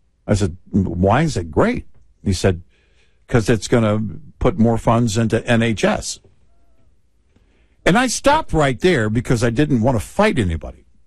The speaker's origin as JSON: {"language": "English", "country": "United States", "said": "there's no point of me debating him as an American."}